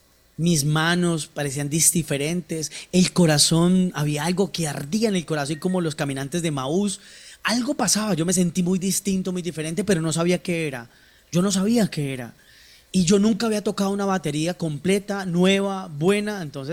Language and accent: Spanish; Bogotá, Colombia; accent: medio acento paisa; Yo soy de la ciudad de Bogotá, vengo de familia huilense, pero nací, crecí, me eduqué todo en Bogotá.